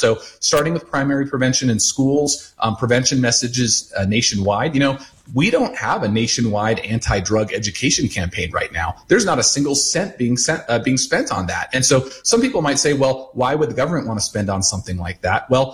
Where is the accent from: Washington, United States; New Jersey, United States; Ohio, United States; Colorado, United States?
Colorado, United States; I'm from Colorado